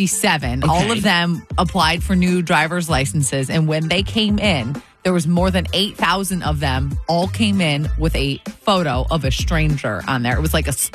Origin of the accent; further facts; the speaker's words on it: Michigan, United States; born there; my home state of Michigan.